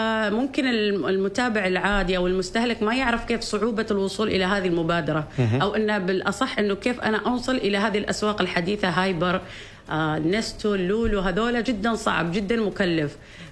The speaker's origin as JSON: {"language": "Arabic", "town": "Salalah", "region": "Dhofar", "country": "Oman", "said": "أنا من صلالة،"}